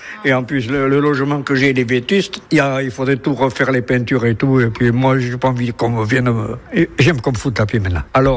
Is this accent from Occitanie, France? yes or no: no; Mauléon, Nouvelle-Aquitaine, France; j'ai 81 ans, je suis natif de Mauléon, pays de Soule bien sûr.